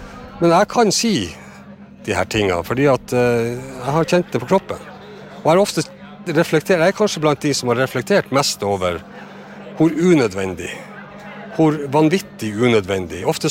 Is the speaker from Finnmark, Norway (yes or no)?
yes; Kjøllefjord, Finnmark, Norway; jeg er jo født og oppvokst i Kjøllefjord i et fiskevær, og på godt og ondt sett hva fiskeriene betyr. Jeg har selv en far som var fisker, og jeg har sønner som nå er fiskere.